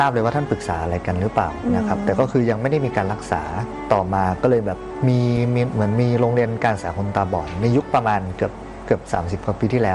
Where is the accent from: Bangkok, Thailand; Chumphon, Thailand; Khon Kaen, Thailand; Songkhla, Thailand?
Khon Kaen, Thailand; ผมนะครับเป็นคนจังหวัดขอนแก่น